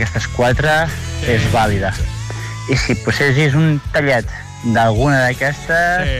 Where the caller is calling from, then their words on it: Llagostera, Catalonia, Spain; de Llagostera.